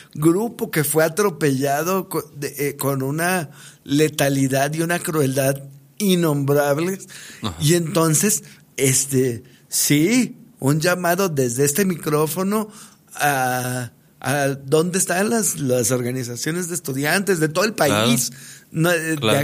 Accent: Mexico

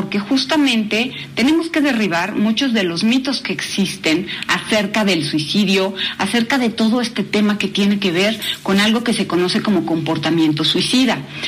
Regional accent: Mexico

